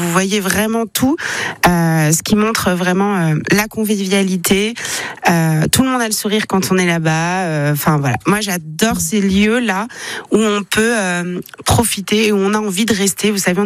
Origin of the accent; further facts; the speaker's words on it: Auvergne-Rhône-Alpes, France; Moi, je suis un peu viandarde, hein. Je suis savoyarde.